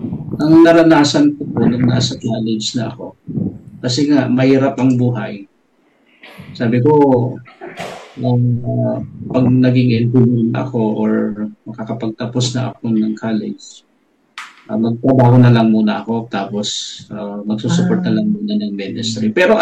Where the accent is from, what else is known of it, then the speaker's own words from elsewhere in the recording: Cagayan Valley, Philippines; may mga pastors and missionaries na pumunta po sa amin sa Nueva Vizcaya from Pangasinan